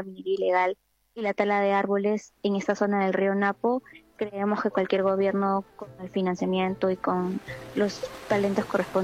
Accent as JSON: {"language": "Spanish", "country": "Peru"}